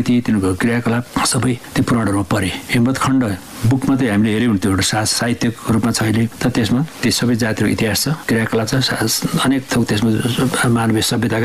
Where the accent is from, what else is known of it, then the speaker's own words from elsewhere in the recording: Bhojpur, Koshi Province, Nepal; अलि पूर्व अझैतिर मेरो घर भोजपुर हो